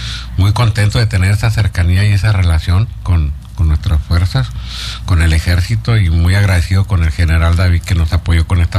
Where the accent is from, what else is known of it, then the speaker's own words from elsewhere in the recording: Mexico; nosotros como mexicanos